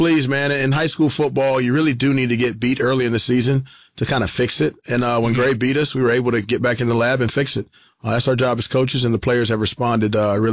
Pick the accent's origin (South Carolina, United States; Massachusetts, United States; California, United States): South Carolina, United States; Sumter; I'm from Sumter, like, not even an hour down the road.